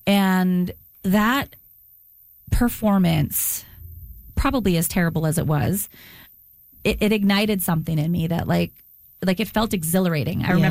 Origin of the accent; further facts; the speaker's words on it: Dauphin, Manitoba, Canada; I grew up in Dauphin, like I said, where we only had one radio station. It was 730 CKDM.